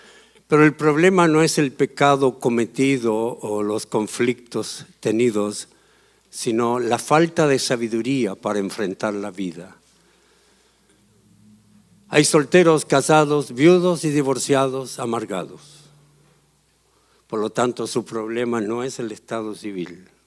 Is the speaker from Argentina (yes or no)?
no; Chile; moved away; vamos a salir el día lunes a Chile, a nuestro país.